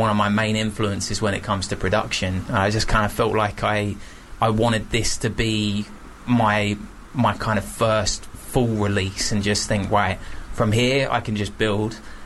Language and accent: English; Bristol, South West England, United Kingdom; Bristol. Yeah.